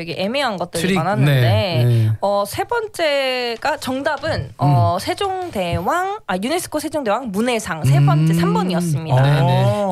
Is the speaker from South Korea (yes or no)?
yes; Gyeongsang, South Korea; accent: Gyeongsang; 경상도 발음인가 봐요.